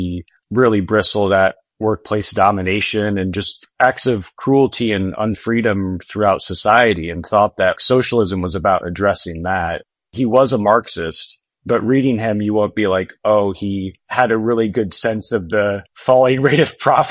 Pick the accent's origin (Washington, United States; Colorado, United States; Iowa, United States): Iowa, United States; moved away; I grew up in Iowa and most of my family's still back there. And, you know, I identify very strongly with the region too.